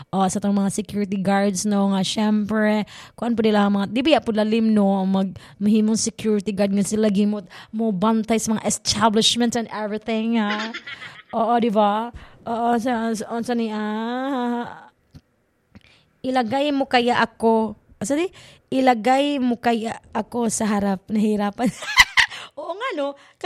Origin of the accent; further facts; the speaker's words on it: Central Visayas, Philippines; born there; accent: Bisaya; also born or lived in Tagalog-speaking region; noon magaling ako noon Tagalog kasi Tagalog talaga ako noon, pero lumaki na ako dito sa Bohol kaya yung Tagalog ko parang ano na … yung Bisaya accent.